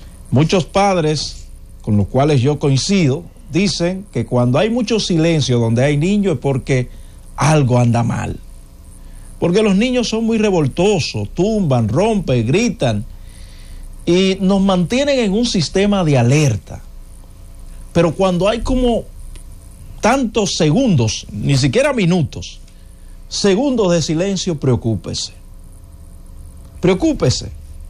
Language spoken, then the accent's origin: Spanish; Villa Altagracia, San Cristóbal, Dominican Republic; born there; en mi pueblo, Villa Altagracia